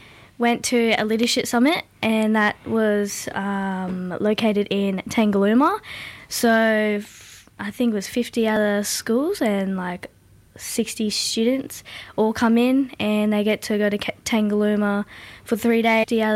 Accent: Western Australia, Australia; I'm a Wadjuk Noongar Wangatha girl from Western Australia.

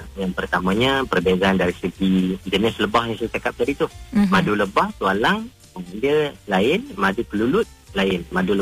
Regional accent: Kampung Sedim, Kedah, Malaysia; dekat Kedah, dekat kampung halaman saya, iaitu di Kampung Sedim, Pulim Kedah

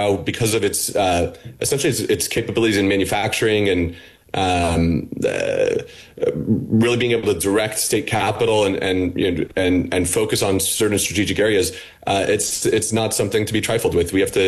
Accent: United States; Well, you know, me personally, I'm an American

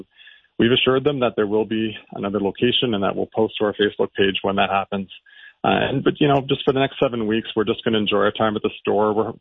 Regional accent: Ottawa, Ontario, Canada; Yeah, I'm from Ottawa, so I remember the old Hazeldene Market

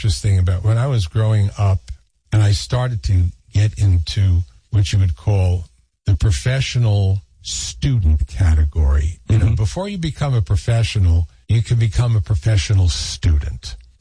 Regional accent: New York City, New York, United States; which fortunately I grew up in New York City, so we had an enormous one.

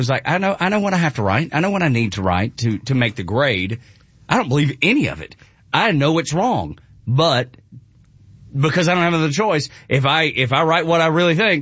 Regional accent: the South, United States

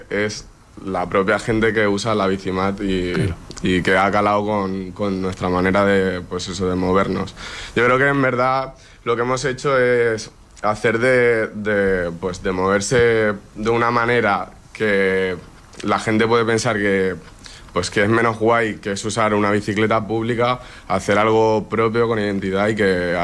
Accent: Lanzarote, Canary Islands, Spain; Nosotros que somos de Lanzarote, tenemos mucha gente que llega a la península a estudiar

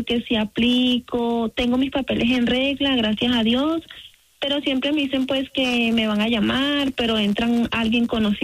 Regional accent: Venezuela; moved away; soy de Venezuela.

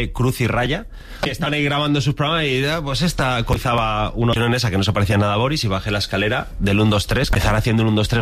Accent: León, Castile and León, Spain; padre es un pueblo que se llama Hospital de Órbigo y hemos vivido siempre en León, ¿no? Pero yo en mi pueblo paso los veranos, navidad, amigos son todos del pueblo

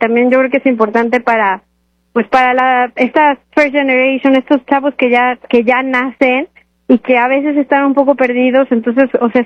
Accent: Mexico; moved away; todas somos mexicanas

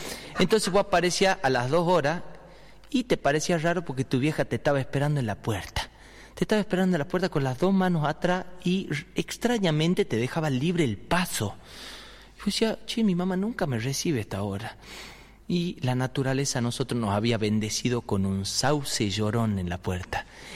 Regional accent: Tucumán, Argentina; yo tengo una mezcla rara porque tengo padres sanjuaninos y soy tucumano y son muy diferentes, son culturas diferentes porque el tucumano tiene como una cultura propia. El tucumano tiene idioma propio, que es el tucumano básico

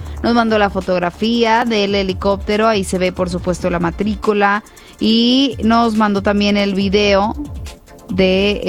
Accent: Monterrey, Nuevo León, Mexico; Yo como buena regia me... Como buena regia, yo puedo vivir comiendo carne asada.

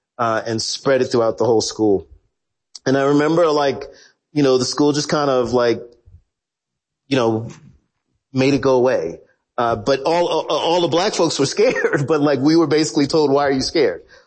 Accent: the South, United States; as a young black kid growing up in the South

